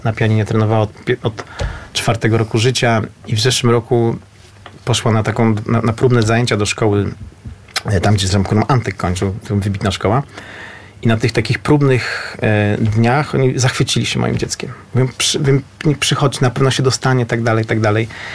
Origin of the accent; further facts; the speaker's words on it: Warsaw, Masovian Voivodeship, Poland; bo jestem z Warszawy.